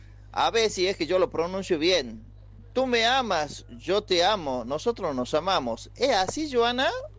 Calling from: Santa Fe, Argentina; de Santa Fe.

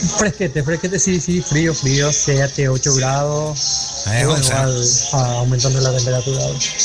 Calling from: Caaguazú, Paraguay; Un saludo y mi respeto a cada uno de mis compueblanos caguaceños.

